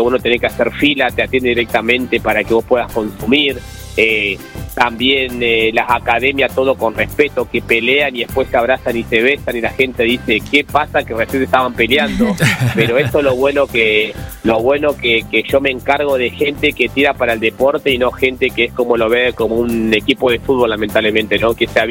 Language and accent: Spanish; Neuquén, Argentina; Yo soy un competidor de Neuquén